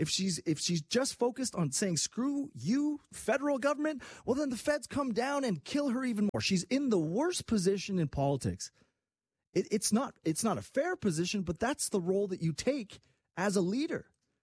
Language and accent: English; Hudson, Quebec, Canada; because I grew up in a small town, Hudson, Quebec, like 2,000, 2,500 people at that time, probably 50-50 French, English.